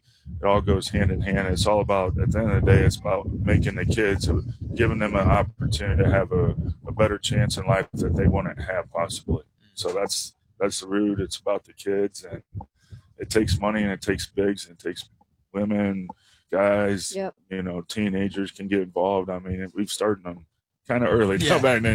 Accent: Indiana, United States; moved away; Like, duh, like I'm from Indiana.

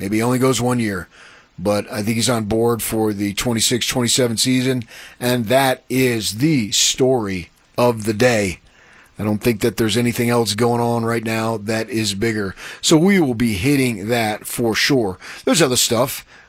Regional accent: East Coast, United States; born there; moved away; certainly where I lived back east.

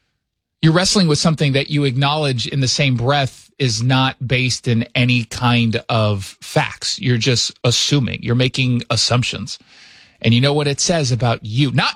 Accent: Edmonds, Washington, United States; born there; I was born here in Edmonds. I'm just having a tough time right now. I just have a tan. I'm not even Latino.

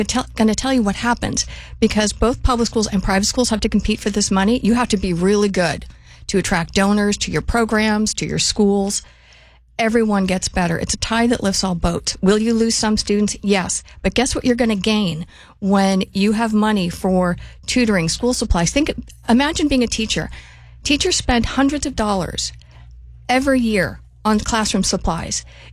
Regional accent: Arizona, United States; born there; moved away as an adult; now in Washington, United States; I moved here from Arizona. I'm kind of bucking the trend of moving into Washington.

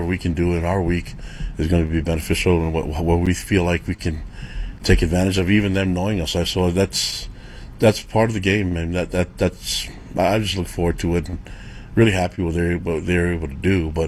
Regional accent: North Shore, Hawaii, United States; moved away; We're all from the North Shore in Hawaii together.

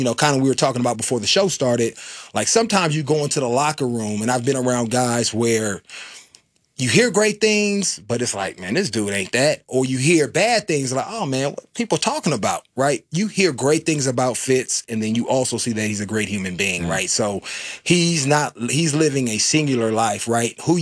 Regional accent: Oakland, California, United States; He knows I'm from Oakland. He always gives me a hard time.

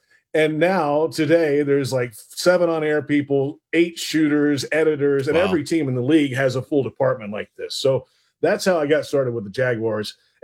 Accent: Trussville, Alabama, United States; moved away as an adult; I'm from Thrustville, Alabama, right outside of Birmingham. Went to the University of Alabama, 4 years

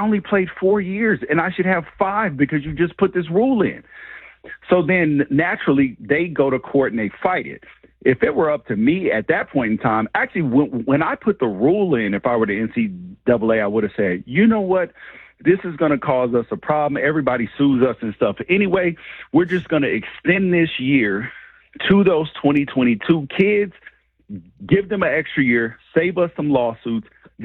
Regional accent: the South, United States; born there; I was born in the South, and I know how Southern people are

